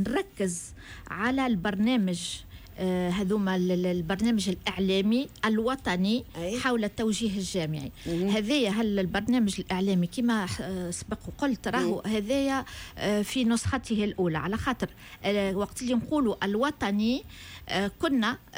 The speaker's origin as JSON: {"language": "Arabic", "country": "Tunisia", "said": "احنا عندنا في تونس"}